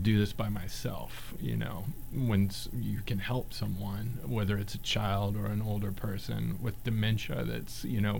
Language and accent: English; Alabama, United States; also born or lived in Mississippi; Yeah, I mean, I was born in Mississippi, raised in Alabama, very southern born and bred, that kind of thing.